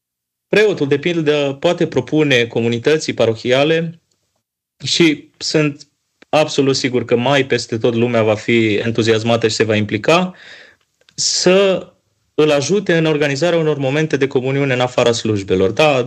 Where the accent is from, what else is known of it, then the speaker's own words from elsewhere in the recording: Deva, Hunedoara County, Romania; Eu deloc sunt din Deva